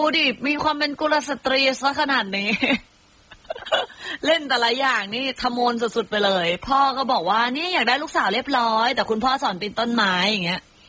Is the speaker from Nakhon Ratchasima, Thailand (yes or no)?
yes; Nakhon Ratchasima, Thailand; ตอนเพื่อนหนูก็คนโคราชเหมือนกัน